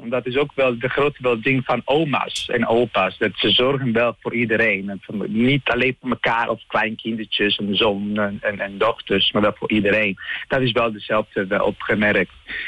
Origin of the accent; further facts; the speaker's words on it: Italy; Dutch is a second language; now in Netherlands; Voor mij, ik kom zelf uit Italië. Ik ben niet Nederlands, ik ben Italiaans zelf.